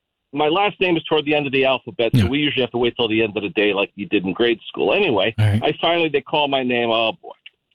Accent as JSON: {"language": "English", "town": "Trumbull", "region": "Connecticut", "country": "United States", "tie": "born or raised there", "said": "born and raised in Trumbull, living here now"}